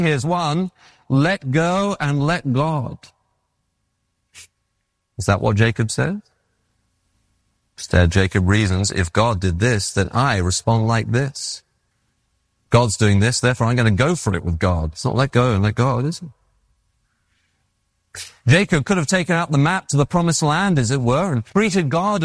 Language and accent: English; England, United Kingdom; moved away as an adult; now in United States